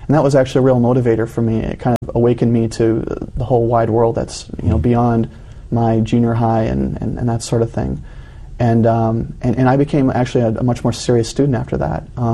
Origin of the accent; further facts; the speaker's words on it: Minnesota, United States; also born or lived in Upper Peninsula, Michigan; And when I was about five, we were living in the upper peninsula of Michigan, and we moved to Minnesota. And that's where I grew up, pretty much, was in Minnesota.